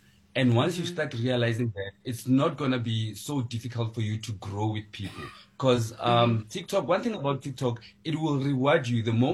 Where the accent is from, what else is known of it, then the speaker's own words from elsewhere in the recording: Pretoria, Gauteng, South Africa; born there; I was born in Pretoria. I'm very comfortable with the language. Yes, Pitori, we call it Spitori. It's a subcultural language that we have in Pretoria.